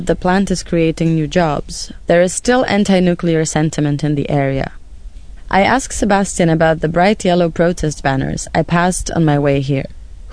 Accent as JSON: {"language": "English", "country": "Poland", "moved": "yes", "said": "a decade, and I don't live in Poland anymore. But being immersed in this beauty makes me appreciate my home country even more."}